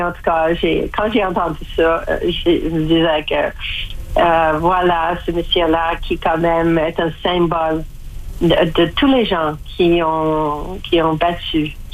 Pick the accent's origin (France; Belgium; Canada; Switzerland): Canada; Windsor, Ontario; je suis de Windsor